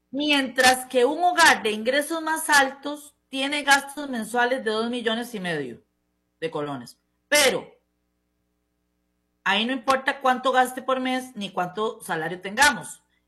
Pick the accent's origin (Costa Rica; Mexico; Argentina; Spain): Costa Rica; nosotros, que somos el pueblo de Costa Rica